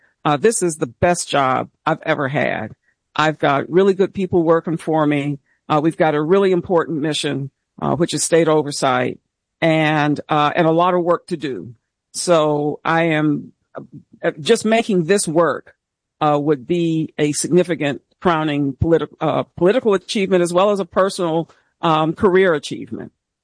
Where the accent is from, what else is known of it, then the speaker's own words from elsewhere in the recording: Pittsburgh, Pennsylvania, United States; now in Delaware, United States; My family is from North Carolina, but I grew up in Pittsburgh. I moved to Delaware in the 90s on a corporate transfer.